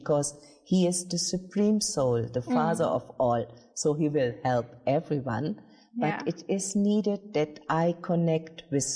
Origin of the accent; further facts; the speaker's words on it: India; I was wondering, because I was just coming from India, looking different than others.